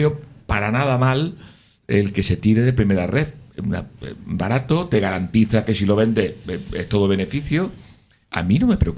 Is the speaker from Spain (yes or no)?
yes; Oviedo, Asturias, Spain; yo pueda incluso ver si ha subido el Oviedo y plantearme un ofertón en mi tierra.